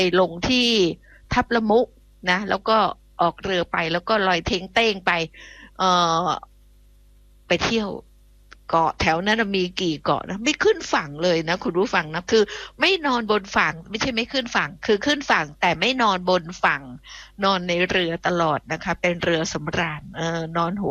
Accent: Phuket, Thailand; moved away; บ้านดิฉันเองจังหวัดภูเก็ตดิฉันเนี่ยเป็นคนบ้านนอกเนาะอยู่นอกนะนอกแผ่นดินนะดิฉันมาจากเกาะ

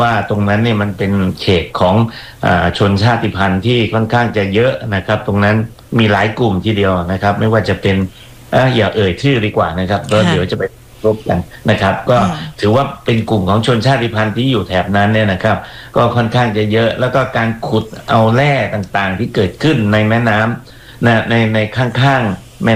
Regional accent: Chiang Rai, Thailand; เพราะว่าผมโตในจังหวัดเชียงรายแล้วได้กินน้ำได้กินปลาในแม่น้ำนะครับ

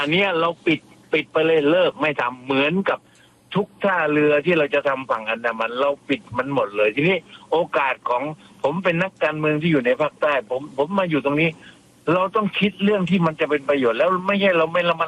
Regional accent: Southern Thailand, Thailand; ผมเนี่ยเป็นคนใต้คนตะลง

